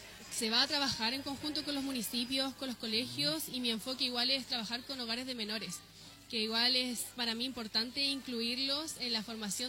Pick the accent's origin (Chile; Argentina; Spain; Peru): Chile; Valparaíso; Soy nacida y criada en Valparaíso.